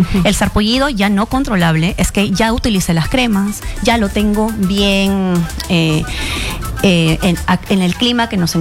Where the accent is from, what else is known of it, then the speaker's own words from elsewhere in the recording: Chiclayo, Lambayeque, Peru; moved away; yo soy de Chiclayo.